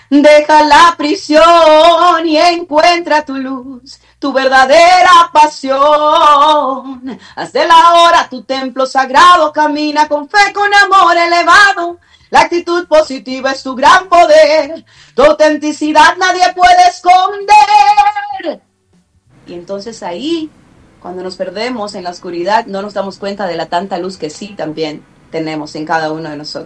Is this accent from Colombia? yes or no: no; Cuba; moved away as an adult; now in Miami, United States; Estoy aquí desde Miami, en los Estados Unidos, y aunque soy cubana, pues aquí vivo en Miami hace 23 años ya.